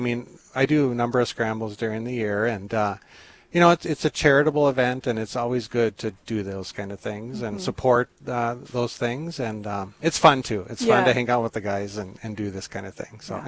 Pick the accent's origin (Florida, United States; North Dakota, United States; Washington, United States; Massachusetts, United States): North Dakota, United States; Hebron; moved away as an adult; also born or lived in Phoenix, Arizona; I grew up in Hebron, North Dakota on a ranch.